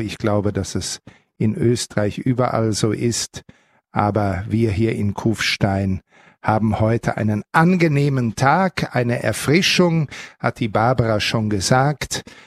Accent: North Rhine-Westphalia, Germany; ich denke an meine Heimat, wo unser Wallfahrtsort, der sehr nahe meiner Heimat ist, 12 Kilometer von meinem Elternhaus entfernt, in Werl

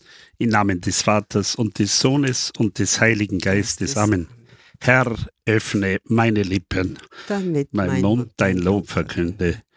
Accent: Mönchhof, Burgenland, Austria; Und das ist bei uns am Neusiedler See. Wir kommen aus Mönchhof.

